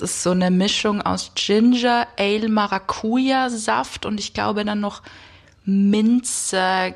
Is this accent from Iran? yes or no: no; Linz, Upper Austria, Austria; Ich komme aus Linz eigentlich.